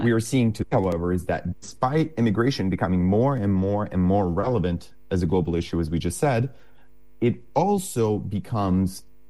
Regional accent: Italy; I am from Italy, a country that in the past century has seen massive emigration from Italy to Germany and to the United States.

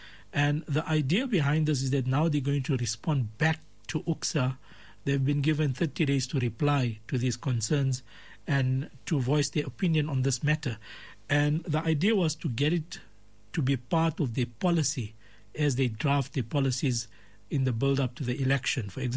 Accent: South Africa; My father was born here. My grandfather was born here. I'm not a minority. I'm a South African citizen.

